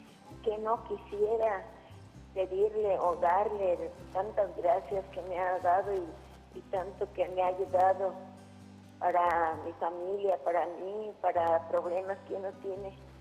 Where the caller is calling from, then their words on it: Uruapan, Michoacán, Mexico; De Uruapan, Michoacán.